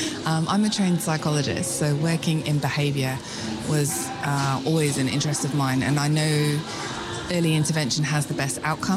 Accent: England, United Kingdom; now in Dunedin, New Zealand; No, I didn't. I'm from England, so yeah. It's been a big learning curve, learning te reo Māori, learning about tikanga and the culture.

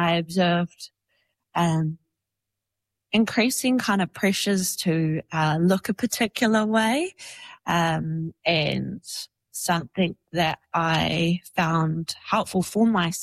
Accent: Waikato, New Zealand; I grew up in the Waikato, which is very close to the West Coast. And so the environment that I grew up in, I was very much immersed in this culture where the norm was dragging nets for kaimoana

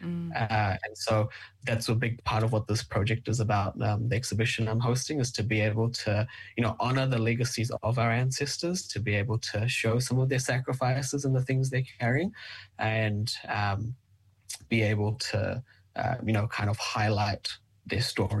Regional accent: New Zealand; the Fijian Indian Kiwi diaspora of young people like me who are, born in New Zealand

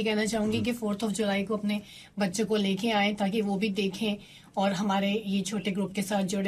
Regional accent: Uttarakhand, India; moved away; मैं north side से हूँ, उत्तराखंड से।

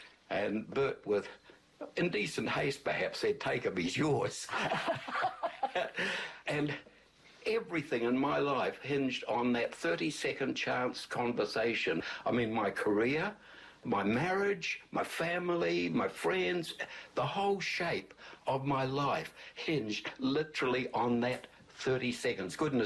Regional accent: Hastings, Hawke's Bay, New Zealand; I was born in Hastings in 1936. My parents were … I was an only child.

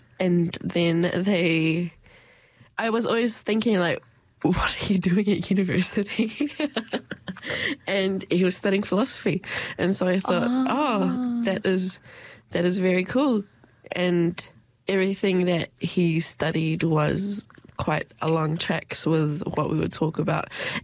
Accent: Auckland, New Zealand; moved away as an adult; now in Dunedin, New Zealand; I grew up in Auckland and I still wanted to stay in New Zealand

